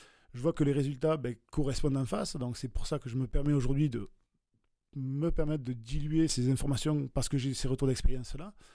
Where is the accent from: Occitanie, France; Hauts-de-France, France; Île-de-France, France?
Occitanie, France; Villefranche-de-Rouergue; Moi, je suis né sur Villefranche-de-Rouergue. J'ai grandi sur l'Aveyron. J'ai voyagé beaucoup, mais je me plais ici